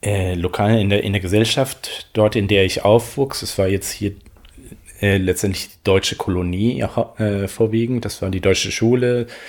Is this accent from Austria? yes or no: no; Venezuela; first language Spanish; German is a second language; moved away as an adult; now in Berlin, Germany; Ich bin in Venezuela aufgewachsen, meine Mutter ist Deutsche, die ist mit meinem Vater vor vielen Jahren hin nach Venezuela, dort bin ich geboren.